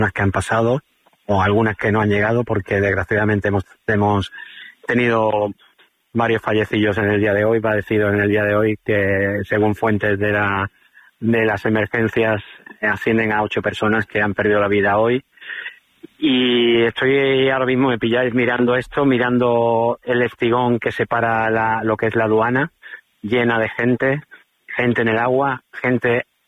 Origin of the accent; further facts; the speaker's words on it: Ceuta, Spain; una ciudad como Ceuta, que es una ciudad donde nos hemos criado, que somos ceutíes